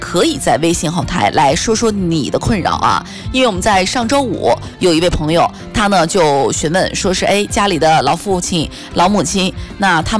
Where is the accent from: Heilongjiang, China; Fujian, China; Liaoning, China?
Fujian, China; 我们福建人